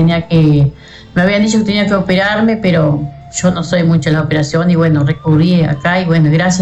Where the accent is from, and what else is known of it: Villa Constitución, Salto, Uruguay